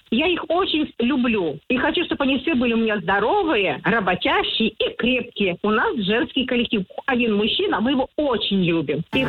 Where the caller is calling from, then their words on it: Saint Petersburg, Russia; я из Санкт-Петербурга.